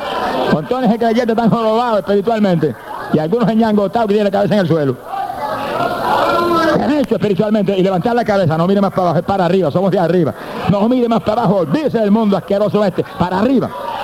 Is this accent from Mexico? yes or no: no; Puerto Rico; Tienen que llevar una voz de alerta a mi pueblo porque mi iglesia duerme en Puerto Rico.